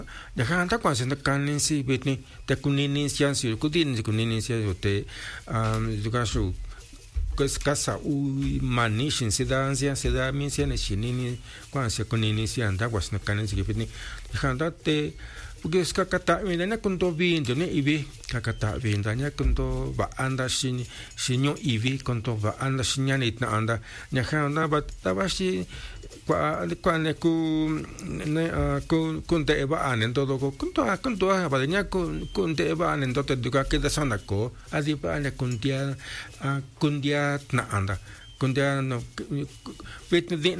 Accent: Puebla, Mexico; first language Mixtec; Spanish is a second language; diferencia lingüística entre los municipios de San Jerónimo Xochicatlán y Xochicatlán de Bravo, donde su servidor es originario.

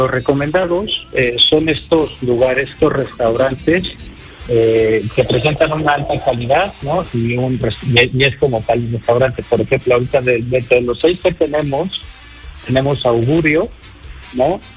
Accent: Puebla, Mexico; y obviamente como poblanos es un orgullo decir que ya tenemos 14 establecimientos poblanos reconocidos dentro de esta guía.

